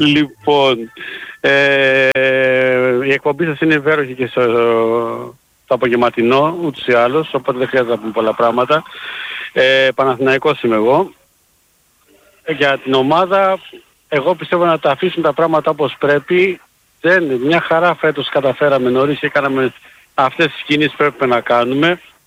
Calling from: Ymittos, Attica, Greece; από τον Ημιτό.

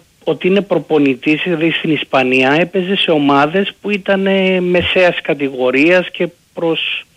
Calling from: Kallithea, Attica, Greece; από Καλλιθέα.

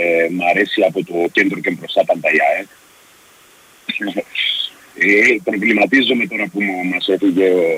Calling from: Rhodes, South Aegean, Greece; από Ρόδο.

